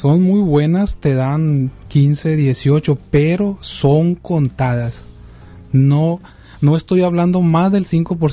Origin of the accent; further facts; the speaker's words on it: Mexico; Tenemos que estar como mexicanos unidos